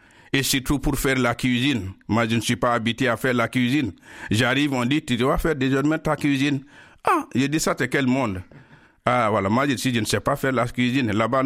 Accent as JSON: {"language": "French", "country": "Mali", "said": "Parce que chez nous, au Mali, les prêtres vivent en communauté."}